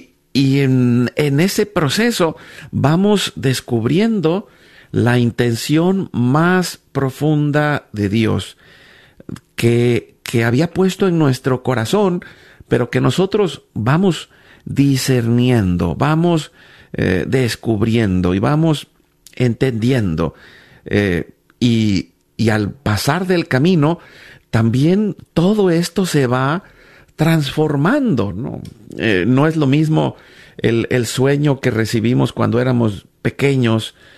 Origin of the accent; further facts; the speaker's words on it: Guatemala; now in Spain; Yo vengo de Guatemala